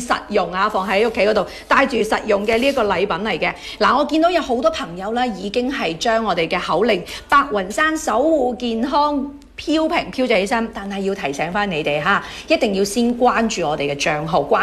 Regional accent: Foshan, Guangdong, China

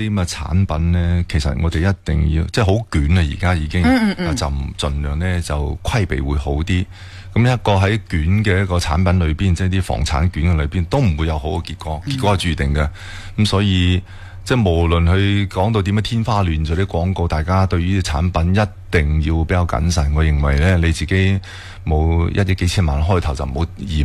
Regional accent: Foshan, Guangdong, China

